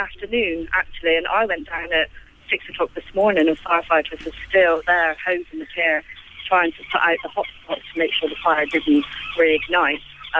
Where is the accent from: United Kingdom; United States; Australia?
United Kingdom; Bristol, South West England; accent: Bristolian; moved away as an adult; now in Eastbourne, United Kingdom; It's Bristolian. I'm from the West Country.